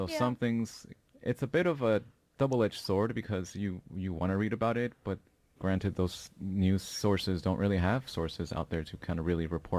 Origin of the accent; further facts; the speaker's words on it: Sweden; now in United States; when I was moving here from Sweden, there was huge fires happening in California.